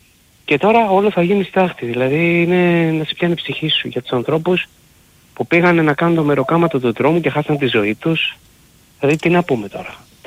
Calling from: Corinth, Peloponnese, Greece; από την Κόρινθο

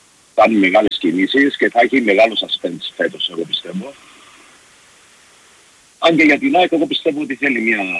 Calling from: Rhodes, South Aegean, Greece; από Ρόδο.

